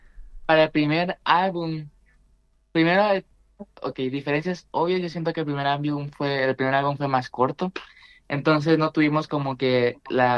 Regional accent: Puerto Rico; Y no solamente porque soy puertorriqueño y me gustan los ritmos

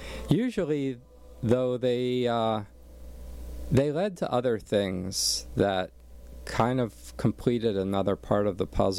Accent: Allentown, Pennsylvania, United States; born there; I was born back in Allentown

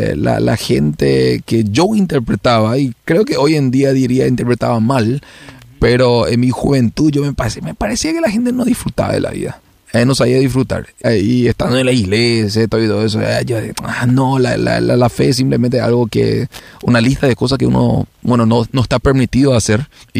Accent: Asunción, Paraguay; Yo nací y me crié en Asunción por gran parte de mi vida. Yo soy asunciano de Paraguay.

